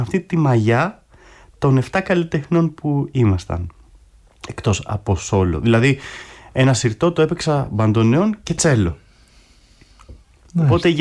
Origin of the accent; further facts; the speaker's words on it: Greece; Εγώ ήμουν από την Ελλάδα